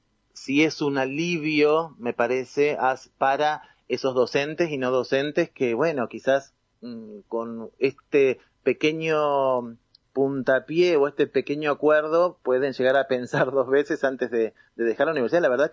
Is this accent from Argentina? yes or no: yes; Allen, Río Negro, Argentina; Yo, de hecho, soy de Allen, no sé si conocen, pero es un pueblo, una ciudad ya, que está acá en el Alto Valle, entre Cipolletti y Roca, digamos, que son las ciudades más grandes, en Río Negro